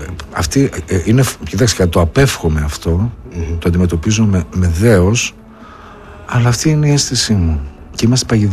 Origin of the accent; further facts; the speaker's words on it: Thessaloniki, Central Macedonia, Greece; Χαριλάου. Χαριλάου, σε μια εποχή που το Χαριλάου ήταν του Χαρίλαου